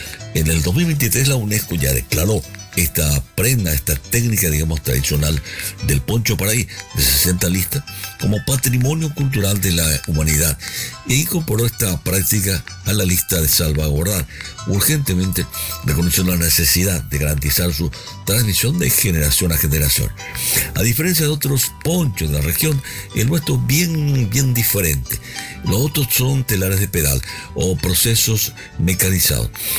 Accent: Paraguay; una prenda que habla de lo que somos los paraguayos, gente de trabajo, de historia grande, y el orgullo de ser paraguayo.

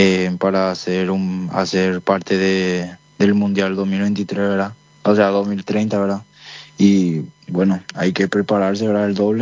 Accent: Capiatá, Central, Paraguay; Ah, nosotros somos de la ciudad de Capiatá.

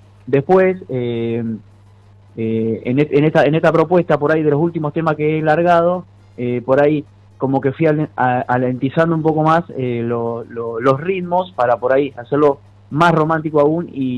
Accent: Carlos Tejedor, Buenos Aires Province, Argentina; moved away; las raíces están allá, mis raíces son allá, mi tierra es allá y es verdad, el corazón siempre está en nuestra tierra natal

